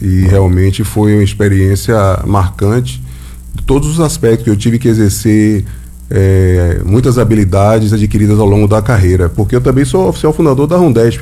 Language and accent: Portuguese; Salvador, Bahia, Brazil; Nasci em Salvador, natural de Salvador, ali em Castelo Branco. Hoje, eu sempre falo que a gente veio também da periferia, né? Então, nascemos ali, lá no ano de 71.